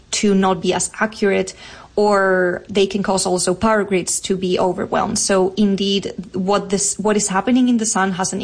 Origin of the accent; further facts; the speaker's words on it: Spain; And I'm super excited for that one, because I am from Spain.